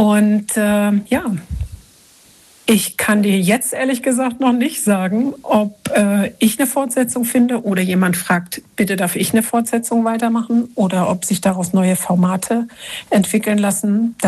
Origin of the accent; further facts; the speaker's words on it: Mecklenburg-Vorpommern, Germany; Und zwar komme ich ja aus dem Mecklenburger Raum.